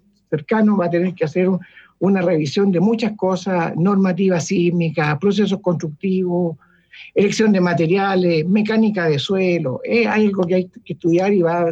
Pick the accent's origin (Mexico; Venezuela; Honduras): Venezuela; Soy de Venezuela.